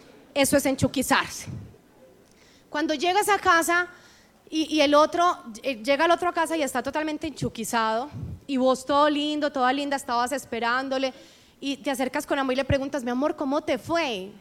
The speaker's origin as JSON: {"language": "Spanish", "town": "Sonsón", "region": "Antioquia", "country": "Colombia", "tie": "born there", "said": "le muestro que yo nací en Sonsón, Antioquia. Que vos hablas duro, yo hablo peor."}